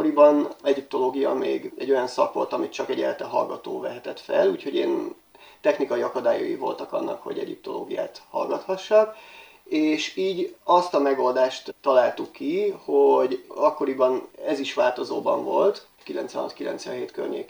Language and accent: Hungarian; Pécsvárad, Baranya, Hungary; moved away as an adult; also born or lived in Pécs / Szombathely; now in Luxor, Egypt; eredetileg én Pécsváradról származom, és Pécsen gimnáziumban történelem-matematika szakon végeztem